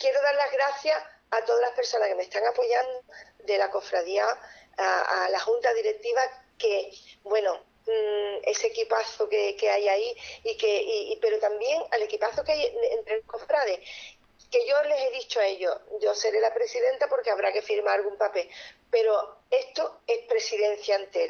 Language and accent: Spanish; Cádiz, Andalusia, Spain; soy de Cádiz